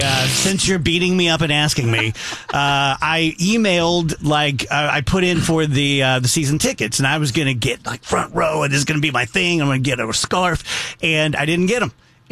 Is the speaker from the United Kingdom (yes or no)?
yes; Scotland, United Kingdom; Yeah, I'm Scottish.